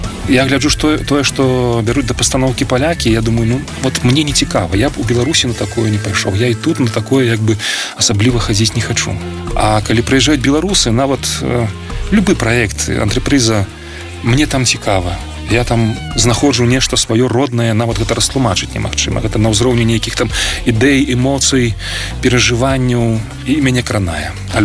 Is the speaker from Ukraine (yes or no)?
no; Belarus; accent: Belarusian; Ukrainian is a second language; moved away as an adult; now in Poland; у мене акцент, якби, буде так, білоруський